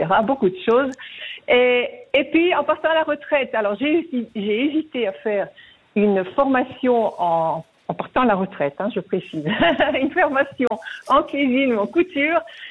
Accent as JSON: {"language": "French", "country": "France", "tie": "born or raised there", "moved": "yes", "lives_now": "Switzerland", "said": "je suis française d'origine"}